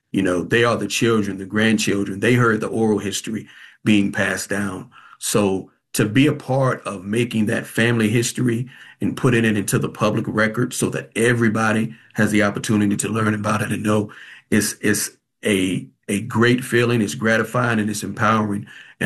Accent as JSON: {"language": "English", "town": "Roanoke Rapids", "region": "North Carolina", "country": "United States", "tie": "born or raised there", "said": "about Crystal Lee Sutton, in my hometown of Running Rapids."}